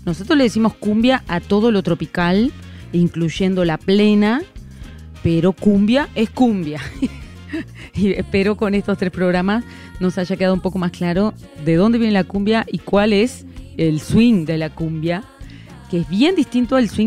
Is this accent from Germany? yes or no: no; Sarandí Grande, Florida, Uruguay; mis recuerdos de infancia en mi pueblo Sarandí Grande, de ver a mis padres bailando en la pista, girando con todo el resto de la gente del pueblo